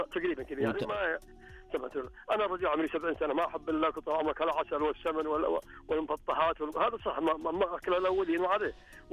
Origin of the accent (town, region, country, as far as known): Taif, Makkah Province, Saudi Arabia